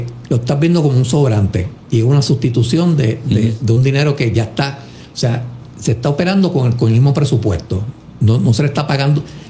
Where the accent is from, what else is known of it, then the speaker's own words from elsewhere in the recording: Puerto Rico; todos somos puertorriqueños que estamos ahí, la inmensa mayoría.